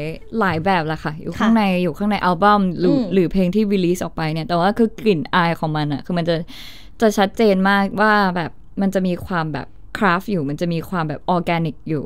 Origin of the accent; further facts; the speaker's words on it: Southern Thailand, Thailand; คนไทยค่ะคนไทยเป็นคนใต้ด้วยค่ะ